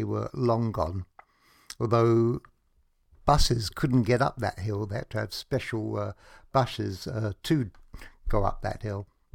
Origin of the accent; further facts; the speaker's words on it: London, United Kingdom; moved away; I basically lived many years at the bottom of Highgate Hill, which is the tallest hill in London